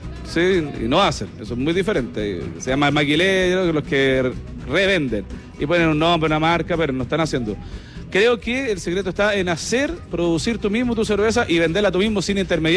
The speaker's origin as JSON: {"language": "Spanish", "town": "San Esteban", "region": "Valparaíso", "country": "Chile", "said": "nosotros somos de Campo de Ahumada, sector bajo de la comuna San Esteban. De ahí es mi familia, gente de trabajo, de la tierra."}